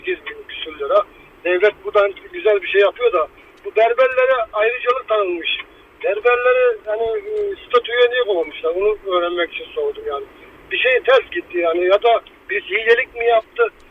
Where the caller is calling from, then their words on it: Sakarya, Turkey; Sakarya'dan arıyorum